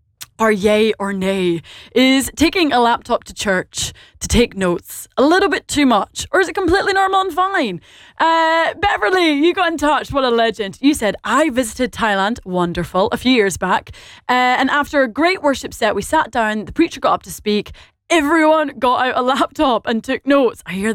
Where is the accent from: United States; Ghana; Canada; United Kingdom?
United Kingdom; Scotland; accent: very Scottish; with my very Scottish accent